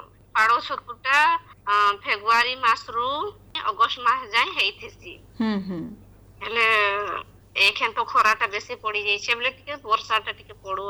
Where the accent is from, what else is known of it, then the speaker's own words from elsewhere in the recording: Line, Odisha, India; ଆମର ଗାଁ ନାଁ ହଉଛେ ଲାଇନ ଆଉ ବ୍ଲକଟା ହେଲା ରାଜଗାମପୁର।